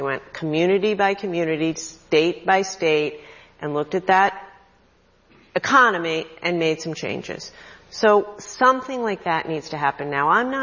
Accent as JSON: {"language": "English", "region": "Rhode Island", "country": "United States", "said": "I'm from Rhode Island. Our state motto is hope, okay?"}